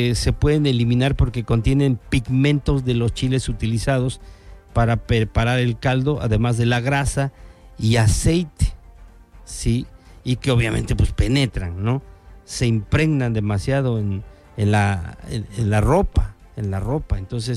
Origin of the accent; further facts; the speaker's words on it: Mexico; somos mexicanos todos.